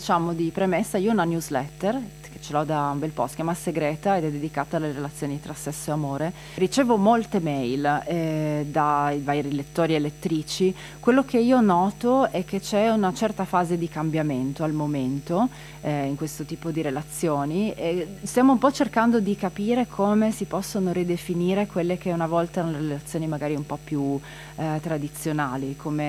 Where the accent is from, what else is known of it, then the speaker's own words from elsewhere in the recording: Friuli-Venezia Giulia, Italy; Ma noi siamo un po' strani perché siamo in Venezia Giulia, ma sì, siamo anche friulani.